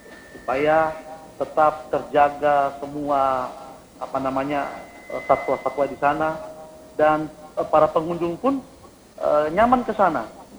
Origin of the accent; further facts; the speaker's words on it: Sigi, Central Sulawesi, Indonesia; Karena saya sendiri juga orang Sigi, cuma karena selama tinggal di Palu.